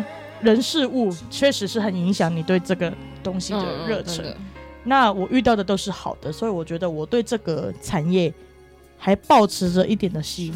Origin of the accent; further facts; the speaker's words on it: Hong Kong; moved away as an adult; now in Taiwan; 香港就是例外嘛，毕竟我在那边出生，我在那边读书什么的